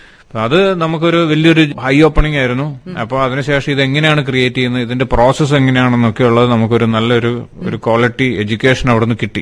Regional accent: Kerala, India

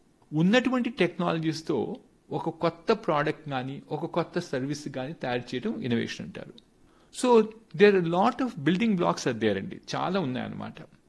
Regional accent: Mokshagundam, Andhra Pradesh, India; born there; moved away; మా ఊరు ఒకటేనండి, మోక్షగుండం అంటారు. ఇది ప్రకాశం డిస్టిక్లో బుధవారపేట మండలంలో ఉందండి విలేజ్. మా ఫాదర్ది ఆ ఊరు అనమాట. నేను అక్కడి నుంచి మైగ్రేట్ అయిపోయాను, ఒక 50 ఏళ్ళు అయిపోయింది నేను ఆ ఊర్లో ఉండి.

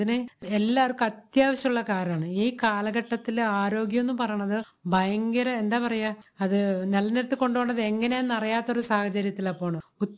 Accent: Andhra Pradesh, India; Malayalam is a second language; moved away as an adult; now in Kerala, India; ഞാൻ ആന്ധ്രയിൽ ജനിച്ചിട്ടുണ്ട്, ആന്ധ്രയിൽ വളർന്നിട്ടുണ്ട്, തമിഴ്നാട്ടിൽ പോവാറുണ്ട്.

